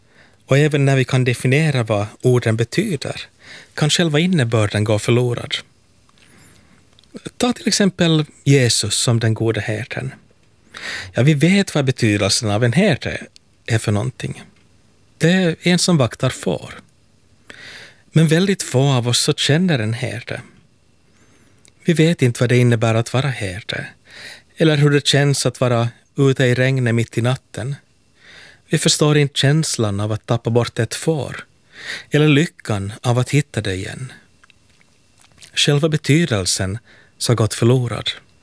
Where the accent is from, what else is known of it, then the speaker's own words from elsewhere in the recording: Helsinki, Uusimaa, Finland; från Helsingfors.